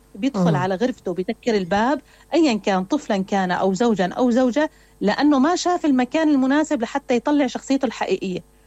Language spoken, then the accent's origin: Arabic; Syria; نحن مجتمع سوري